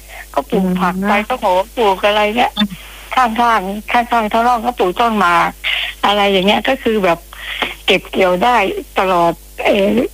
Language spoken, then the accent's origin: Thai; Chachoengsao, Thailand; accent: Paet Riu; สวัสดีค่ะสำเนียงแปดริ้วค่ะ